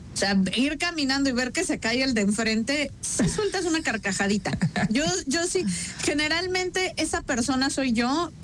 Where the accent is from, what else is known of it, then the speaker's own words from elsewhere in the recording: Mexico; now in Spain; Y yo, es que soy mexicana.